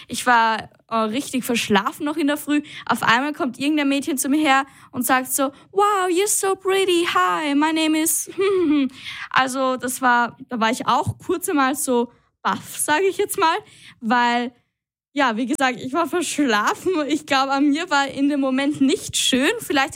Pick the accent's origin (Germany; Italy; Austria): Austria; aber bei uns in Österreich ist es ja so, zumindest bei uns im Gymnasium, dass wir immer Herr Professor, Frau Professor sagen müssen.